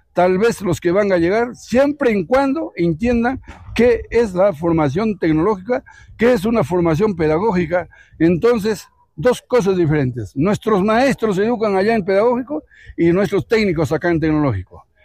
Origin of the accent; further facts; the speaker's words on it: Cutervo, Cajamarca, Peru; mi patria chica, que es Cutervo.